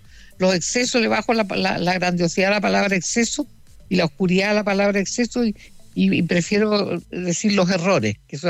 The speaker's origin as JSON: {"language": "Spanish", "country": "Chile", "said": "somos los chilenos"}